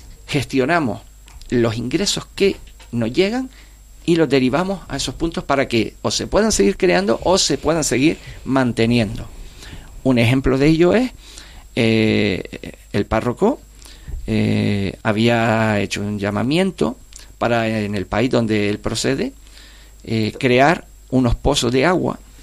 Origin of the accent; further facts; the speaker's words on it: Santa Brígida, Canary Islands, Spain; Nosotros sí somos de aquí.